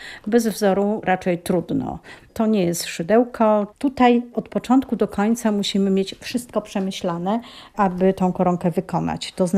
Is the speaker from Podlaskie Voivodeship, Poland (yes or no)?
no; Bobowa, Lesser Poland, Poland; born there; Jestem urodzona w Bobowej, wyszłam tutaj za mąż